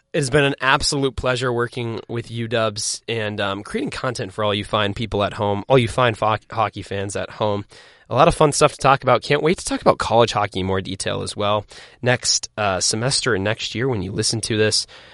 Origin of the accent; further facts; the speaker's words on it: Colorado, United States; now in Ithaca, United States; Well, I'm from Colorado. This is where I'll pull out the Colorado nativism here.